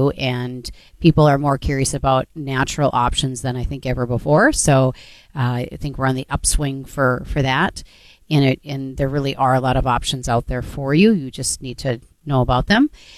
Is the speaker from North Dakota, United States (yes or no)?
yes; North Dakota, United States; And I grew up in North Dakota where I don't ever remember any conversations around politics at all.